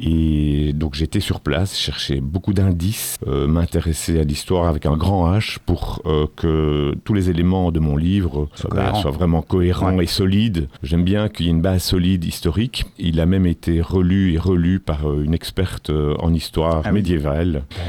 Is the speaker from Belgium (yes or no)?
yes; Belgium; je suis un écrivain belge